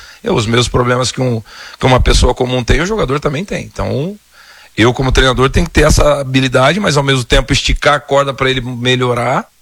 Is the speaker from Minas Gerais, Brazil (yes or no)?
no; Curitiba, Paraná, Brazil; Sou nascido e criado em Curitiba